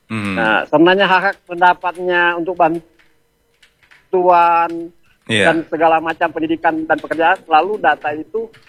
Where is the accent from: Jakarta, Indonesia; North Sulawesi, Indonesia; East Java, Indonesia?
North Sulawesi, Indonesia; Airmadidi; Walaupun saya Kancingan, saya asli Armadi, saya lahir di Armadi.